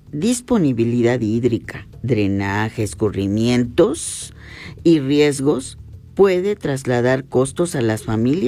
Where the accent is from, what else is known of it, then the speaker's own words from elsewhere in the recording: Huehuetla, Hidalgo, Mexico; en la región Otomitepegua, donde yo soy originaria, por lo menos, claro, en el pueblo donde yo nací, Huehuetla